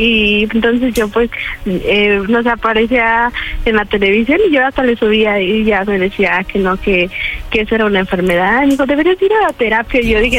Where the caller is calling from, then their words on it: State of Mexico, Mexico; Tengo 22 años y soy del Estado de México.